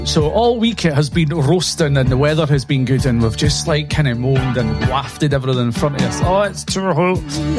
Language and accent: English; Scotland, United Kingdom